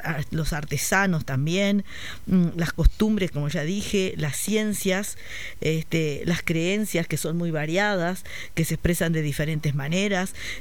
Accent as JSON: {"language": "Spanish", "town": "Rosario", "region": "Colonia", "country": "Uruguay", "said": "Como somos los rosarinos."}